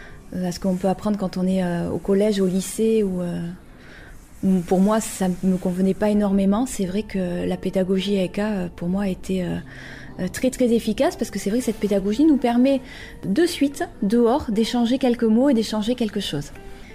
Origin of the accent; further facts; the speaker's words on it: Bordeaux, Nouvelle-Aquitaine, France; now in Cambo-les-Bains, France; j'ai 34 ans, je suis bordelaise d'origine et je vis à Cambo depuis à peu près 8 ans